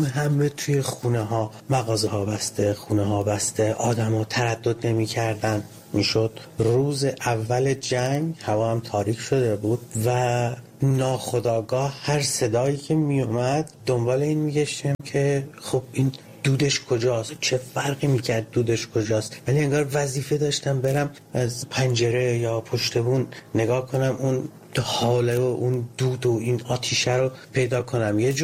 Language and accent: Persian; Ahvaz, Khuzestan, Iran; من کودکیم رو توی جنگ گذروندم، اهواز، و در تمام طول 8 سال جنگ من با این سیر افزایشی بمباران ها بزرگ می شدم.